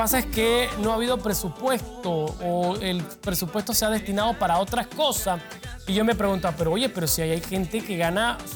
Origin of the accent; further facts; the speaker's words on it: Panama; nosotros como pueblo panameño